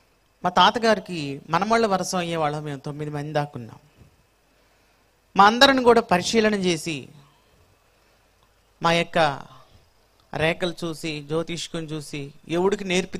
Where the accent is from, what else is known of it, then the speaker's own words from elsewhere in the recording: Andhra Pradesh, India; మాది గుంటూరు జిల్లా, ఇప్పుడు విభాగించబడి పల్నాడు జిల్లాగా ఉన్నటువంటి జిల్లాలో గురజాల అనేటువంటి ప్రాంతంలో నేను సేవ చేస్తున్నాను.